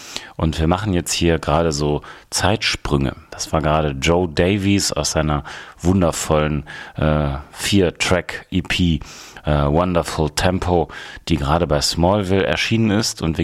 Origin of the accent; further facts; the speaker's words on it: Wuppertal, North Rhine-Westphalia, Germany; Pfeiler Nummer 352 von der Wuppertaler Schwebebahn in meine Heimatstadt.